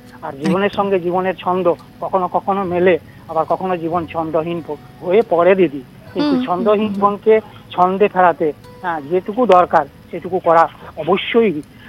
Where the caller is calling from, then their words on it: Dubrajpur, West Bengal, India; আমি পশ্চিমবঙ্গের বীরভূম জেলার দুবরাজপুর থেকে